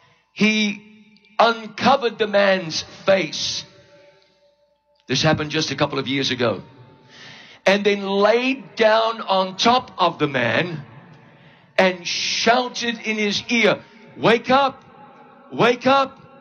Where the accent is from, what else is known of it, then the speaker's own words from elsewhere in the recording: New Zealand; moved away; my home country of New Zealand